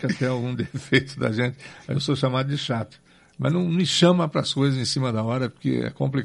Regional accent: Curitiba, Paraná, Brazil; eu trabalho com rádio, sou aqui de Curitiba.

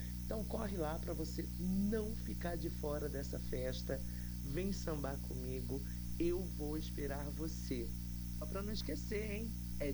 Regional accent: Cuiabá, Mato Grosso, Brazil; now in Rio de Janeiro, Brazil; eu sou de Cuiabá, Mato Grosso, Pantanal. Hoje eu tô radicada no Rio de Janeiro

